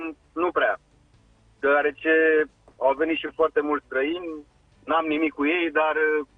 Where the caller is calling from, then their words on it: Bucharest, Romania; sunt din București.